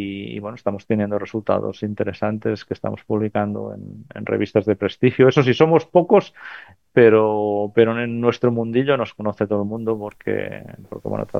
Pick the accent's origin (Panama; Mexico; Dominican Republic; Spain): Spain; Amposta, Catalonia; now in Roquetes, Spain; yo soy de Amposta, que está, nada, 20 kilómetros de aquí. Estudié física en Barcelona